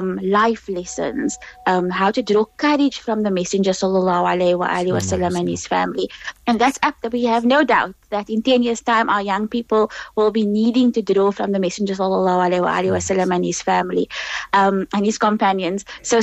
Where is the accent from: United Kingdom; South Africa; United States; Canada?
South Africa; as Muslim South African youth, we have the beautiful heritage of Islam and we have the amazing heritage of our country.